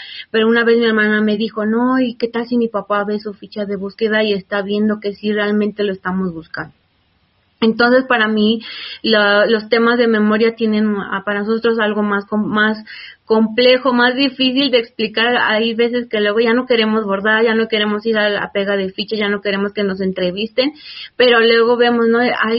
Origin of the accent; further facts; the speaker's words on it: Ecatepec, State of Mexico, Mexico; soy de aquí de Catepec, Estado de México.